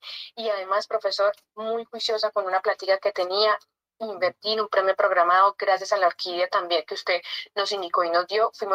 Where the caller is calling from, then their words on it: Mesitas del Colegio, Cundinamarca, Colombia; acá de Mesitas del Colegio